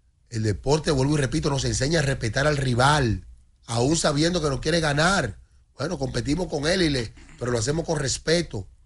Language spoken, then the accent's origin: Spanish; Dominican Republic